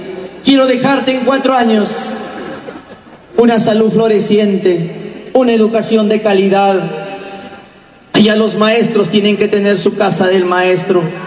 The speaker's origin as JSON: {"language": "Spanish", "town": "Motil", "region": "La Libertad", "country": "Peru", "tie": "born or raised there", "said": "Allá mi tierra, Motil, Chota"}